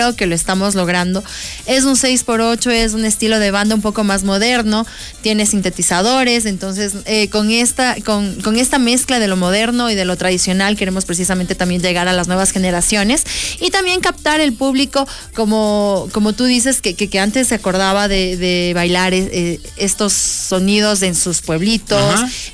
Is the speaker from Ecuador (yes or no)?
yes; Ecuador